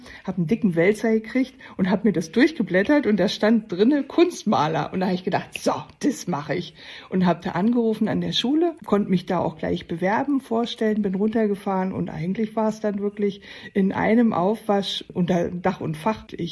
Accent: Gardelegen, Saxony-Anhalt, Germany; moved away as an adult; now in Rerik, Germany; Ich bin in Gardelegen geboren, in Sachsen-Anhalt und vor 5 Jahren hier hochgezogen in den Norden.

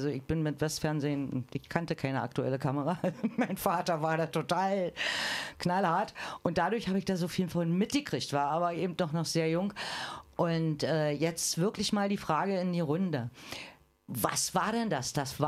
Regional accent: East Germany, Germany; ich bin ja im Osten geboren und habe den Osten miterlebt

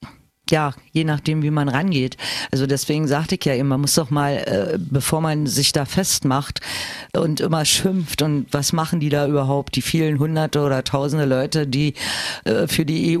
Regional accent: East Germany, Germany; für mich als Ostdeutsche, also die ihr fast ihr halbes Leben in Ostdeutschland zugebracht hat

